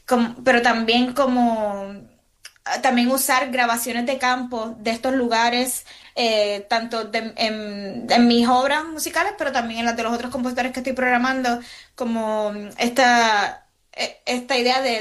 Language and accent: Spanish; Puerto Rico; now in Brooklyn, New York, United States; Yo soy radicada ahora mismo en Brooklyn, Nueva York, pero nací y crecí en Puerto Rico y voy mucho a la isla